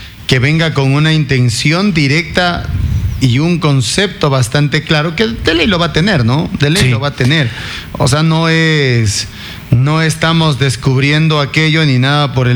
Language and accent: Spanish; Ecuador; nosotros como ecuatorianos, argentinizados y todo